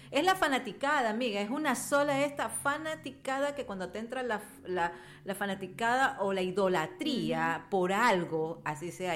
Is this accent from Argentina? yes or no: no; Ecuador; yo como buena ecuatoriana